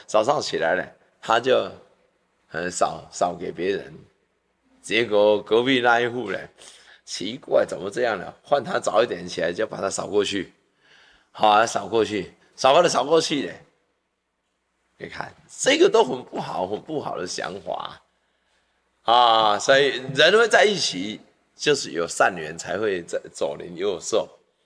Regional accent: China; 在我们中国人的很多的毛病，至少门前雪，啊，不管他人瓦上霜，啊，这个是中国人的名言。

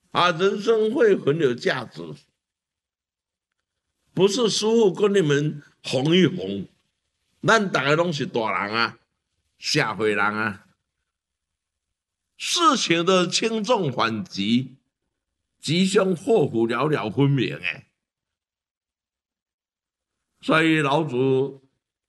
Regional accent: Taiwan

